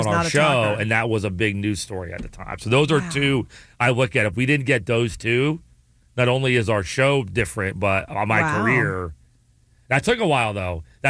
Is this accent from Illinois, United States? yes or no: no; Charlotte, North Carolina, United States; I said, well, sir … from Charlotte.